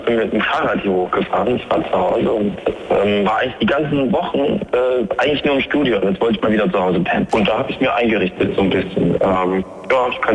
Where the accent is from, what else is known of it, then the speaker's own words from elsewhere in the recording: Erfurt, Thuringia, Germany; bleibe ich denn jetzt in meiner Heimatstadt Erfurt, gehe ich nochmal raus oder reise ich nochmal die Biografie an und ziehe in ein Land und mache einen Kaffee auf oder bleibe ich Musiker?